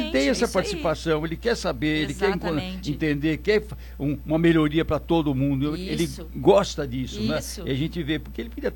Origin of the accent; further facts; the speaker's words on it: Pindamonhangaba, São Paulo, Brazil; Dona Dilma, nós somos de Pindamonhangaba, arruma obra pra gente